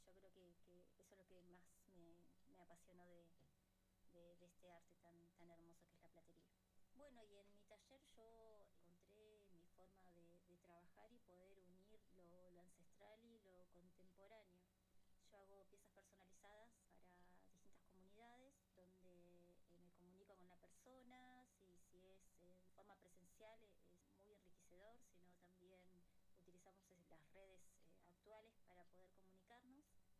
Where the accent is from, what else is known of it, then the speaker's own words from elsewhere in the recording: Neuquén, Argentina; soy de la comunidad mapuche Quintupuray. Nosotros estamos ubicados en el brazo norte del lago Correntoso.